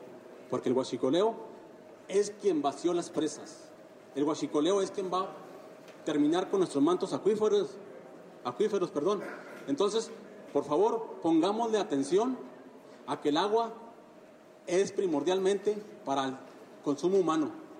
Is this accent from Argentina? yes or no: no; Saucillo, Chihuahua, Mexico; soy originario de Saucillo, de la zona centro-sur de aquí del estado de Chihuahua. La zona centro-sur es de las zonas agrícolas más sobresalientes de aquí de Chihuahua